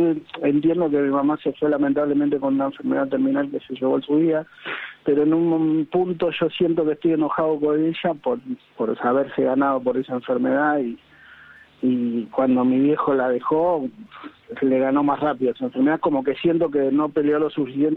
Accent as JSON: {"language": "Spanish", "region": "Buenos Aires", "country": "Argentina", "tie": "born or raised there", "said": "Nací y crecí en Capital, toda porteña."}